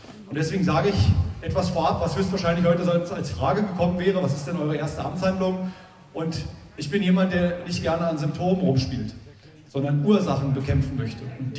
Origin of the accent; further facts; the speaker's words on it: Tangermünde, Saxony-Anhalt, Germany; Ich bin Altmärker, ich komme aus Tangermünde.